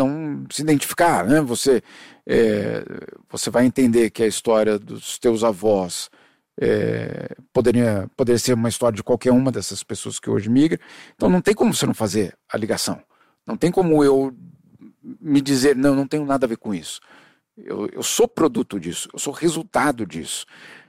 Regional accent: Brazil; Eu sei que eu sou brasileiro. Eu só tenho um passaporte brasileiro. Então eu tenho certeza que eu sou brasileiro. Mas ao mesmo tempo eu tenho certeza que ao não morar no Brasil

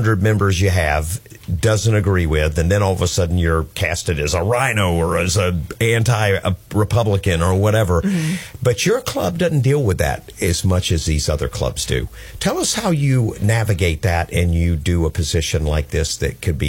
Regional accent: Florida, United States; I'm from Flagler County.

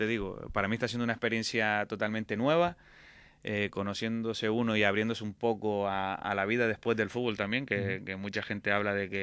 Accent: La Palma, Canary Islands, Spain; yo soy palmero.

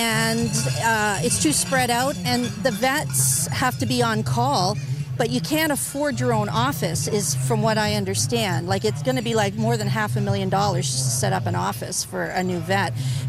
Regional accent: Ontario, Canada; now in Oak Hill, Canada; I'm originally from Ontario.

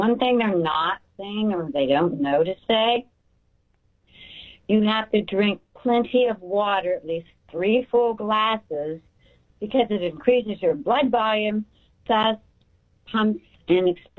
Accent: Texas, United States; I'm from Texas, but glad you're in Florida.

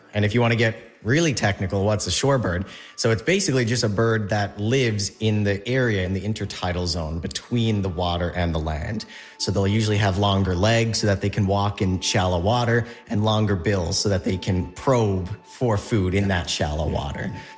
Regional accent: St. John's, Newfoundland and Labrador, Canada; I'm from St. John's, Newfoundland.

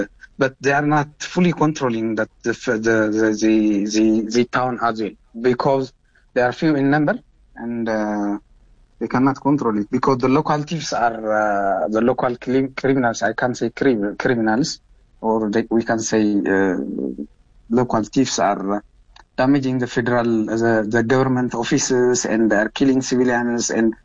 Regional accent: Mekelle, Tigray, Ethiopia; English is a second language; from Magala.

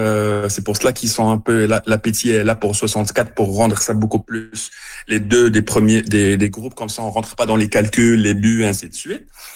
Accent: Morocco; d'où mon origine, je suis marocain

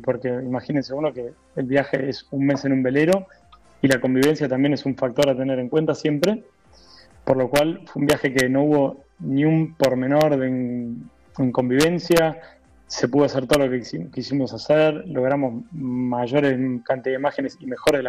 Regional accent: Buenos Aires Province, Argentina; now in Antarctica; Somos de las afueras de la costa. Buenos Aires.

